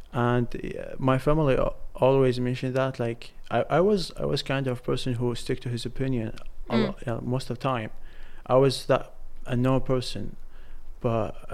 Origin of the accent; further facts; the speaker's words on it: Al Qasim, Babil, Iraq; moved away as an adult; now in Baghdad, Iraq; first of all, I'm not from Baghdad. I'm from Babylon.